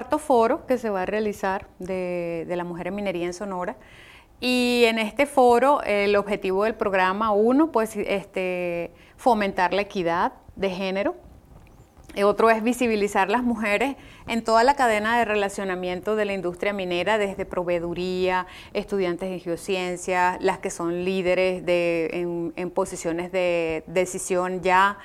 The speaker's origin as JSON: {"language": "Spanish", "country": "Venezuela", "lives_now": "Mexico", "said": "Soy venezolana, pero"}